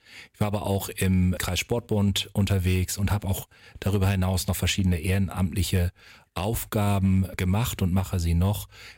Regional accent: Friedeburg, Lower Saxony, Germany; weil Friedeburg meine Heimatgemeinde ist und ich sehe, dass man in meinem Beruf viel dafür tun kann

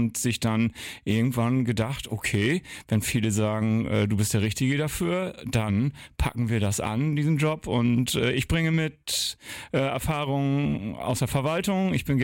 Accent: Wittmund, Lower Saxony, Germany; born there; gebürtiger Wittmunder, bin viele Jahre ehrenamtlich in der Stadt Wittmund aktiv

